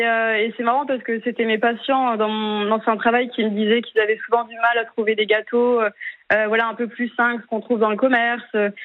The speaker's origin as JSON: {"language": "French", "town": "Saint-Pierre", "country": "Réunion", "tie": "born or raised there", "also_born_or_lived": "Toulouse", "moved": "as an adult", "lives_now": "Montpellier, France", "said": "moi je suis née à Toulouse, mais par contre j'ai grandi 20 ans à La Réunion."}